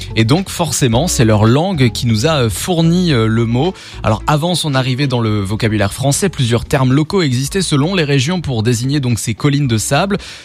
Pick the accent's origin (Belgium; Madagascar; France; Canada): France